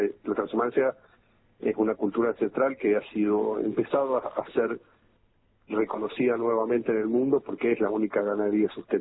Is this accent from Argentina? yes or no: yes; San Rafael, Mendoza, Argentina; born there; moved away; yo soy sanrafaelino, ¿no? Nací en San Rafael hace muchos años, pero soy de San Rafael. Y gran amante del sur mendocino, ¿no? He vivido en distintas partes del mundo, pero bueno, siempre vuelvo al sur.